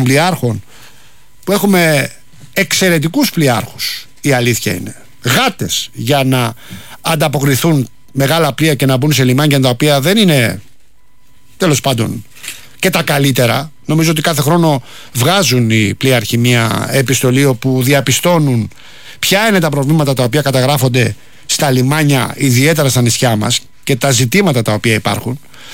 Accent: Rafina, Attica, Greece; moved away as an adult; επειδή εμένα είναι και ο τόπος μου, να σας πω την αλήθεια. Καλά, βέβαια έχει αλλάξει και πάρα πολύ από τότε που εγώ έφυγα. Σόγαμπρος έφυγα, πήγα σε άλλη περιοχή

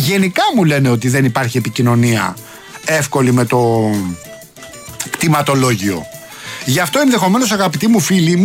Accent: Rafina, Attica, Greece; Καλημέρα στην πατρίδα μου, στη Ραφίνα.

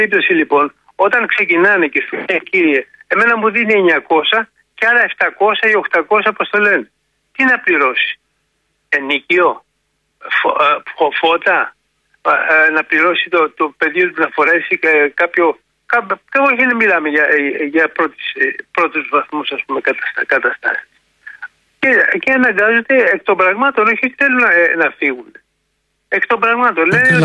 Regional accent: Gerolimenas, Peloponnese, Greece; Ακριβώς είμαι πάνω Μπουλαριούς και το επίνιό μας είναι απογειρολημένα.

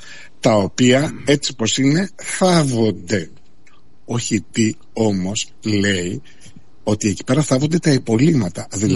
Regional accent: Chalcis, Central Greece, Greece; Στην πατρίδα μου.

